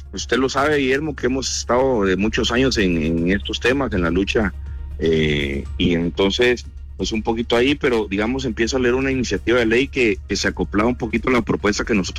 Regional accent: Guatemala; todo lo que todos los guatemaltecos consumen, lo consumo yo, no compro cosas extraordinarias, soy un guatemalteco común y corriente.

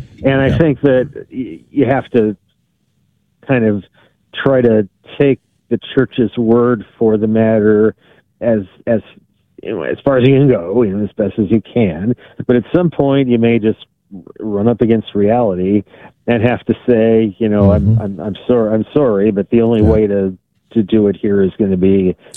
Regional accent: Wisconsin, United States; My home state, Wisconsin, hasn't had the death penalty since sometime in the, I think, the 1800s.

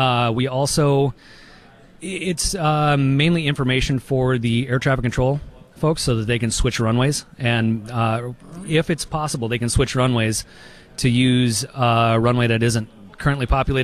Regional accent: Winona, Minnesota, United States; also born or lived in Idaho; Yeah, I was born in Winona, so I've been a Midwest kid my entire life. Did live in the state of Idaho for a while, deployed to Afghanistan.

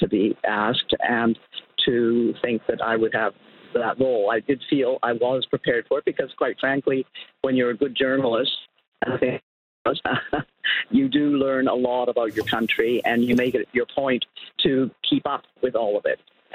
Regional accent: Ottawa, Ontario, Canada; I grew up in Ottawa

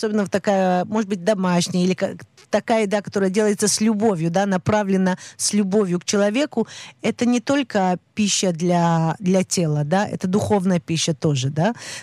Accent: Moscow, Russia; Хотя мы приехали из Москвы

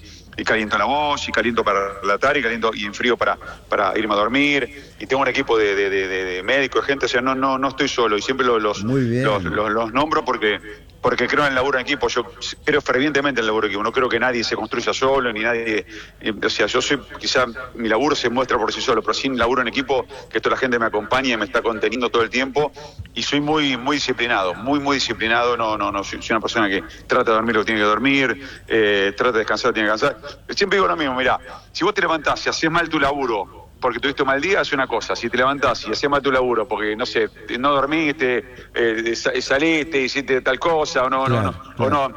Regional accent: Argentina; Qué maravillosos que somos los argentinos.

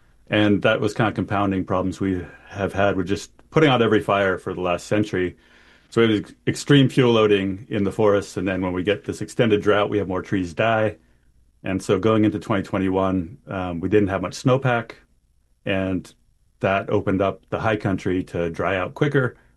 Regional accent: Lassen County, California, United States; I'm from Lassen County, have family in Plumas County.

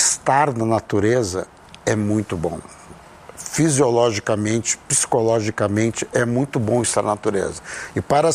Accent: Taquari, Rio Grande do Sul, Brazil; moved away as an adult; now in Fernando de Noronha, Brazil; Interior, 100 quilômetros de Porto Alegre, não é grande Porto Alegre, é uma cidade pequena, de origem açoriana. Uhum. Fui criado em fazendas, meus avós são fazendeiros, então fui criado em fazendas de amigos, de parentes, à beira do rio, açude.

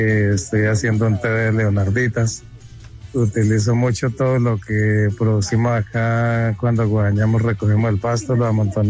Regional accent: Guayatá, Boyacá, Colombia; es de los municipios que más le aportamos agua a la represa de Chivor.

